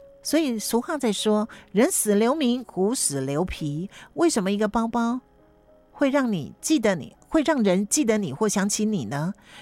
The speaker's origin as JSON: {"language": "Chinese", "country": "Taiwan", "said": "台湾话说得很好听，我们说台语说怕算"}